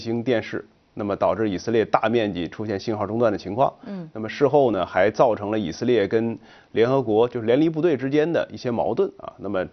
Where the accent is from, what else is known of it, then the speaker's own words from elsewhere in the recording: China; 我们中国人讲的是己所不欲，勿施于人。